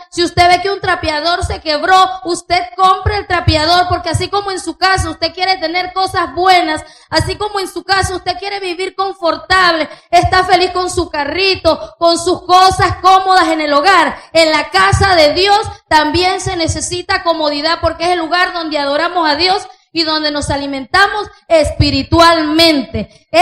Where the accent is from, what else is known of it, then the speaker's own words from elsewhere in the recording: Volcán, Chiriquí, Panama; vengo de la congregación de Volcán, Chiriquí, Panamá.